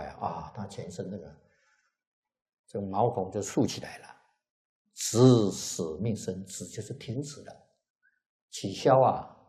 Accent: China; 所以出家人啊，我们中国人啊说沙门啊。

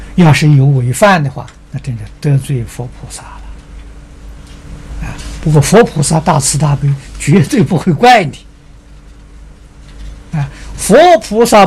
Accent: China; 这一点我们中国人不如外国人

